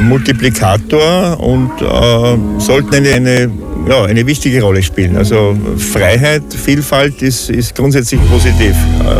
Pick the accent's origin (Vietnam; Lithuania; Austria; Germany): Austria; ich als Österreicher in einem der reichsten Länder der Welt